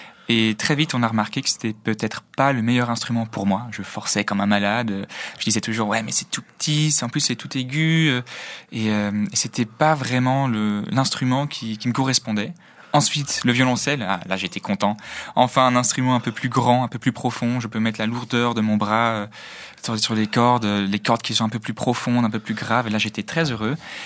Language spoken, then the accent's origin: French; Vienna, Austria; Alors, moi, j'ai grandi à Vienne, en Autriche.